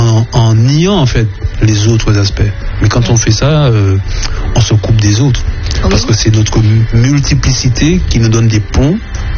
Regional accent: Martinique; En Martinique, on a un peu cette difficulté identitaire, dans le sens de savoir qui nous sommes. Nous sommes français, martiniquais, afro-caribéens, afro-descendants

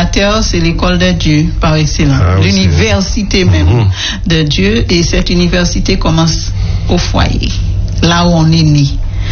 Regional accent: St. Lucia; je suis de Sainte-Lucie et à Martinique, tout près, on s'est dit étranger.

